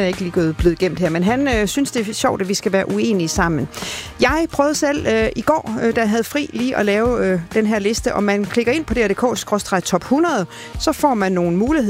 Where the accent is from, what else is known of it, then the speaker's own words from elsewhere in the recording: Vejle, Region of Southern Denmark, Denmark; born there; moved away; den hørte jeg rigtig meget af min ungdom tilbage i Vejle.